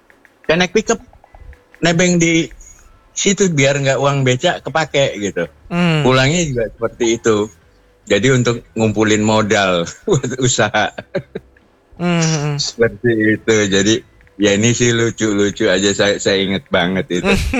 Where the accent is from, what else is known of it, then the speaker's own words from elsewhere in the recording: Jakarta, Indonesia; Saya kebetulan SD itu di dari kecil emang di Jakarta gitu kan. PTS di SD Pasanggrahan Kodam Bintaro. Itu saya betulan tinggal sama oma, sama nenek.